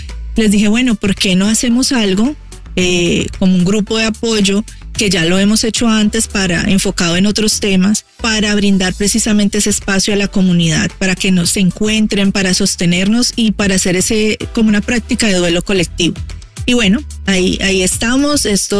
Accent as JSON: {"language": "Spanish", "country": "Colombia", "moved": "yes", "said": "Yo soy colombiana"}